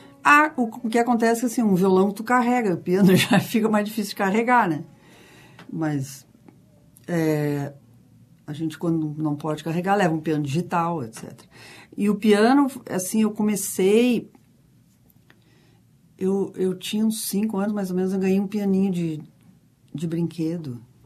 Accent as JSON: {"language": "Portuguese", "town": "Nova Prata", "region": "Rio Grande do Sul", "country": "Brazil", "also_born_or_lived": "Caxias do Sul / Porto Alegre", "said": "Aí, eu sou de Nova Prata."}